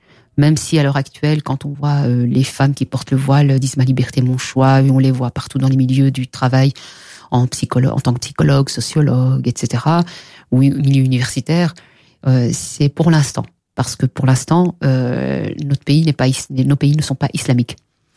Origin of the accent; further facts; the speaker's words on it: Belgium; chez nous en Belgique